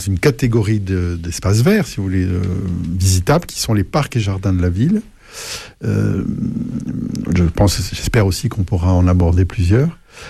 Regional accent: Toulouse, Occitanie, France; chez nous, à Toulouse

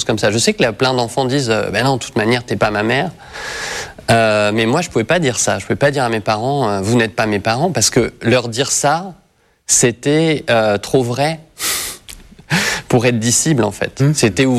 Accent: Reims, Grand Est, France; born there; Tout simplement, je suis né à Reims, il y a 42 ans, donc en 1984.

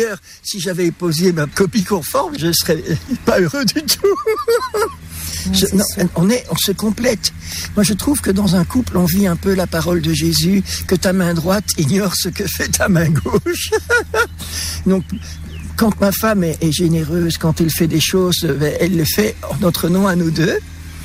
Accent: Belgium; On est resté en Belgique, puisque je suis belge.

